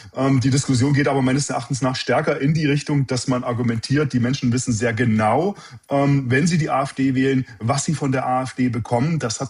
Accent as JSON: {"language": "German", "region": "East Germany", "country": "Germany", "said": "selbst als Ostdeutscher"}